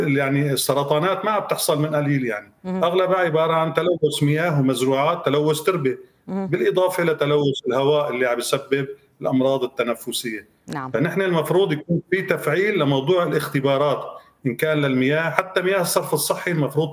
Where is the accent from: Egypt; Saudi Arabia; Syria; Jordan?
Syria; Aleppo, Aleppo Governorate; عندنا في حلب مثلا أو في سوريا